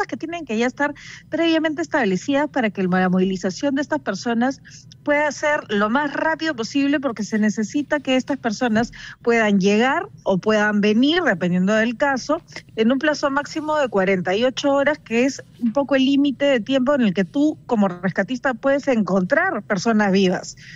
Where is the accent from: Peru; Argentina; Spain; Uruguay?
Peru; como peruanos compatriotas del Papa